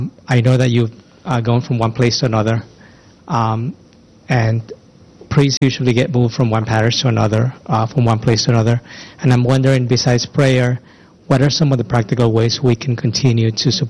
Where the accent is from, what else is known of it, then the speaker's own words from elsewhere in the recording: Florida, United States; I am from Florida, visiting.